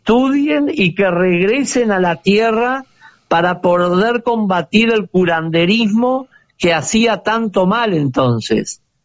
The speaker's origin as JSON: {"language": "Spanish", "country": "Uruguay", "said": "lo que somos todos los uruguayos"}